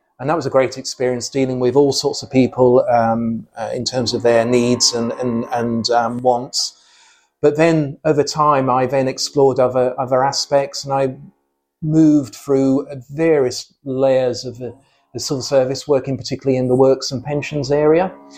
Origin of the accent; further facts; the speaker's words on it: Sheffield, Yorkshire and the Humber, United Kingdom; born there; Did you? Okay, I was born in Sheffield as well.